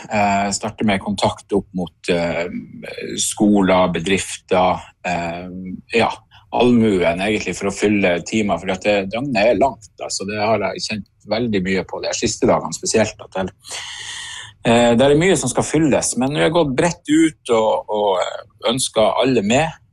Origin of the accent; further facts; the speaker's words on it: Skjervøy, Troms, Norway; vi på Skjervøy et veldig flerkulturelt samfunn med utrolig mange nasjonaliteter representert på Skjervøy